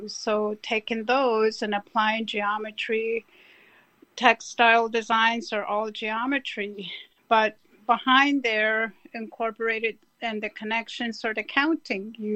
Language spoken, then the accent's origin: English; United States; first language Navajo; English is a second language; I learned weaving in my first language, which was Navajo.